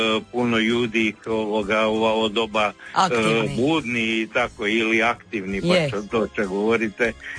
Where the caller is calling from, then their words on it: Kostrena, Primorje-Gorski Kotar County, Croatia; Ja sam inače iz Kostrene isto